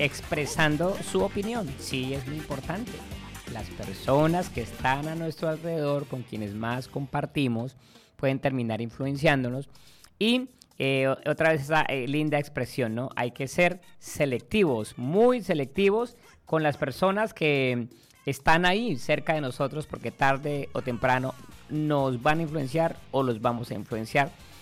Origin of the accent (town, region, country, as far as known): Colombia